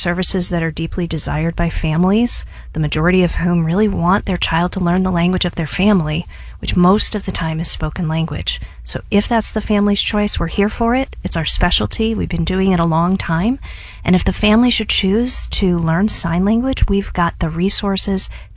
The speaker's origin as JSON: {"language": "English", "town": "St. Louis", "region": "Missouri", "country": "United States", "tie": "born or raised there", "said": "I grew up in St. Louis and I went away to college and I found myself back at home over a holiday break."}